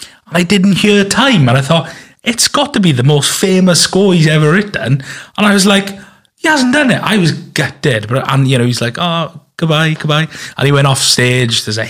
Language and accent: English; Wales, United Kingdom; as a Welsh filmmaker.